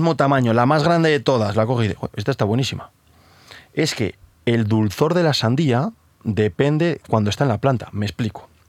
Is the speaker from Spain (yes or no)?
yes; Cenicero, La Rioja, Spain; moved away; Claro, el clima que tenemos en Cenicero, de mi pueblo